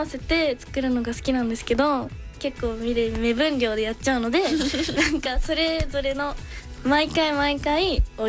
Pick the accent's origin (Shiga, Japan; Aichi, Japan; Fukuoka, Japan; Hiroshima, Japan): Hiroshima, Japan; 今回のテーマご飯のお供ということで、僕の出身広島からご紹介させてください。